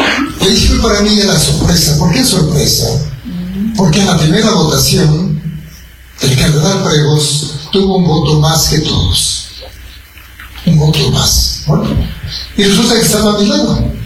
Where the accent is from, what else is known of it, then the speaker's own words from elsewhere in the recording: Azogues, Cañar, Ecuador; en mi tierra, en Azores